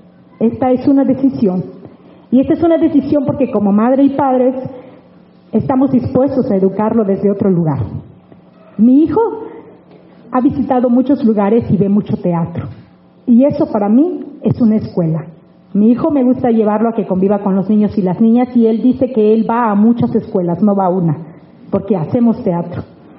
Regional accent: El Coyul, Oaxaca, Mexico; mi pueblo El Coyul.

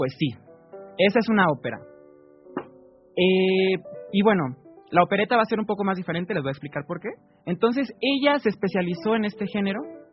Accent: Villahermosa, Tabasco, Mexico; now in Guadalajara, Mexico; Yo soy de Tabasco, soy una persona migrante aquí me considero una persona migrante aquí en Guadalajara. Yo nací en Villahermosa, Tabasco

